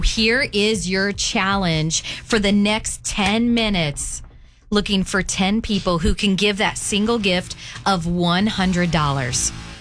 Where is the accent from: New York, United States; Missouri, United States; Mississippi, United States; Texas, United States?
Missouri, United States; St. Louis; moved away; but I grew up around the St. Louis area, and I have family in O'Fallon.